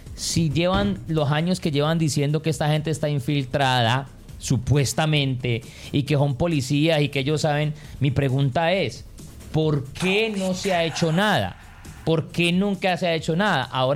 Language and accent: Spanish; Colombia